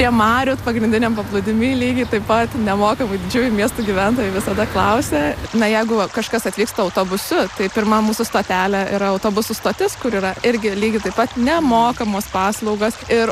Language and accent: Lithuanian; Kuršėnai, Šiauliai County, Lithuania; also born or lived in Vilnius; now in Kupiškis, Lithuania; Taip pat esu kilusi iš Kuršėnų, ten gimiau, augau, tuomet studijavau Vilniuje, po studijų dar keletą metų likau gyventi, tai apie 8 metus gyvenau Vilniuje